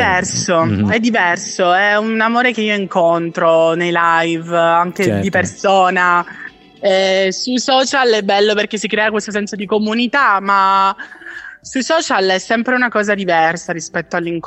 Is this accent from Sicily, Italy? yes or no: yes; Catania, Sicily, Italy; Io provengo da Catania ed è una città molto, molto viva